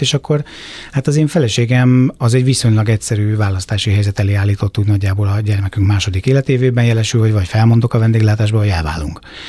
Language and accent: Hungarian; Zamárdi, Somogy, Hungary; én gyakorlatilag az egész gyerekkoromat a Balatonon töltöttem, praktikusan Zamárdiban, tehát a déli parton.